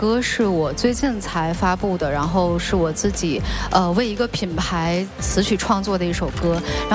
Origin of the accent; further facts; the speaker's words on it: Beijing, China; moved away; 今天很开心回到我的老家北京，因为我小的时候从小学开始就经常去给国安队现场在工体加油，